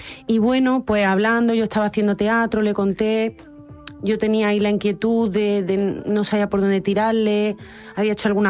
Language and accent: Spanish; Córdoba, Andalusia, Spain; yo soy de Córdoba